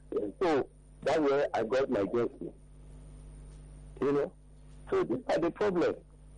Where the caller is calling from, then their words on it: Ayobo, Lagos, Nigeria; I'm calling from Ayobo.